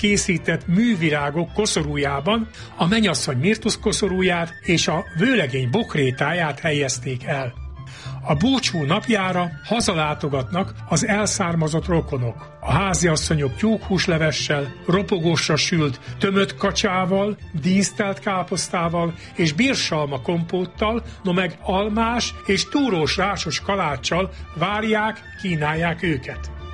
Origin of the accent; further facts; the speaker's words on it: Újkígyós, Békés, Hungary; szülőfalum, Újkígyós